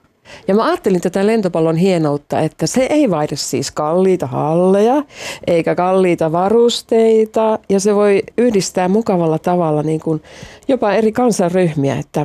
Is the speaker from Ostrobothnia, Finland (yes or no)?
no; Muonio, Lapland, Finland; Minä kun kasvoin tuolla Lapissa, Suomi-Lennon kainalossa, siellä Muonion pienessä kylässä